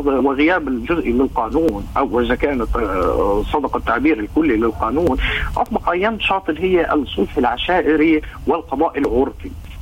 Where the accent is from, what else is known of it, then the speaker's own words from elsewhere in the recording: West Bank, Palestine; استقصاء الحالة الموجودة علينا عندنا في الضفة الغربية على مناطق مصنفة جيم